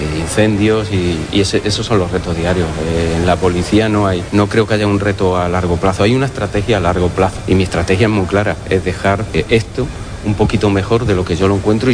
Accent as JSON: {"language": "Spanish", "area": "Córdoba", "region": "Andalusia", "country": "Spain", "said": "Córdoba es mi tierra y yo aquí me siento a gusto, aquí está toda mi familia en Peñarroya Pueblo Nuevo"}